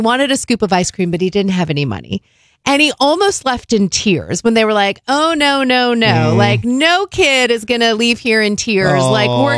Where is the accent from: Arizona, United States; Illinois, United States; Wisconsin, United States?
Arizona, United States; I grew up in Arizona